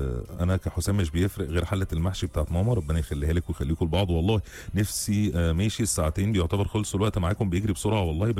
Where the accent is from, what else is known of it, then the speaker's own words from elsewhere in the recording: Mansoura, Dakahlia, Egypt; من المنصوره.